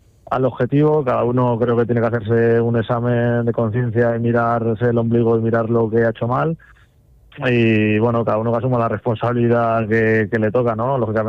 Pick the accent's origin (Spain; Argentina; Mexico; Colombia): Spain; Guadalajara, Castilla-La Mancha; Yo al final soy de aquí, de Guadalajara